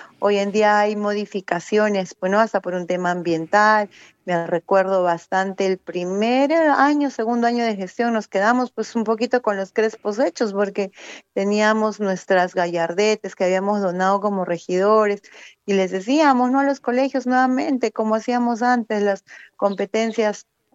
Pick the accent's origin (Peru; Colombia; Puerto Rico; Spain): Peru; todos como orgullosos peruanos